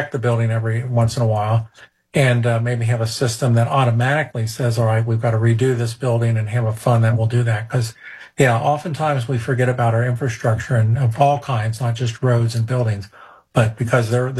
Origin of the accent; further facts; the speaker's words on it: Ohio, United States; now in North Carolina, United States; When I grew up in Ohio